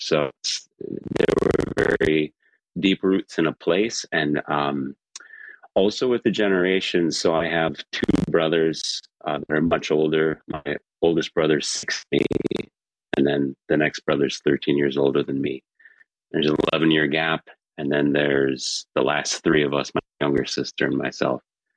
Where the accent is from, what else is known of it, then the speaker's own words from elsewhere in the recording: Freeport, Illinois, United States; also born or lived in Monroe, Wisconsin; So Freeport, Illinois is where generations of my family had lived. And it just so happened that Freeport's like 20 minutes from the Wisconsin border. So the hospital across the border was better. So I was born in Wisconsin